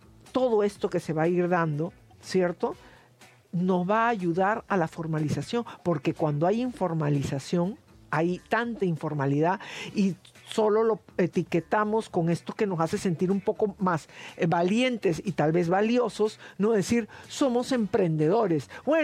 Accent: Peru; lo que somos como peruanos

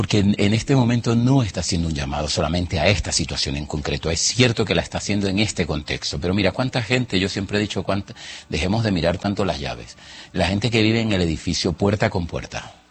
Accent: Venezuela; no, soy de Venezuela, vivo aquí en este momento

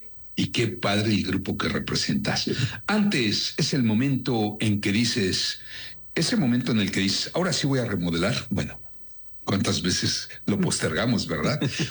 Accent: Mexico; nosotros necesitamos educar a nuestros hijos sin ayudarnos como mexicanos

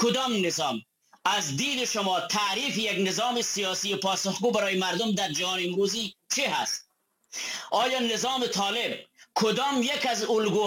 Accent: Badakhshan, Afghanistan; من از بدخشان هستم.

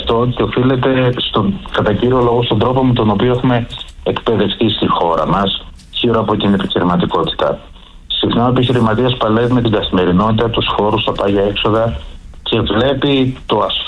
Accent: Greece; έχουμε και αυτό που έχουμε σαν Έλληνες

